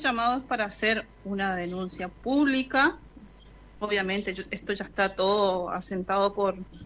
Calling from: Barranqueras, Chaco, Argentina; Yo soy de Barranqueras.

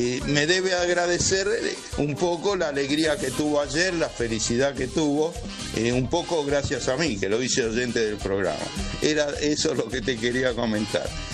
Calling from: Espeleta, Buenos Aires Province, Argentina; de Espeleta, soy el padre de Pablito de Espeleta.

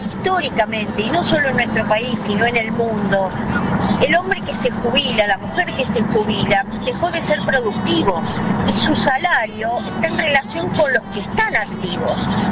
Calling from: Punta Indio, Buenos Aires Province, Argentina; vivo en Punta Indio.

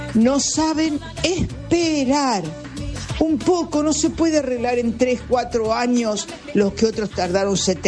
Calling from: Buenos Aires, Argentina; de Villa del Parque.

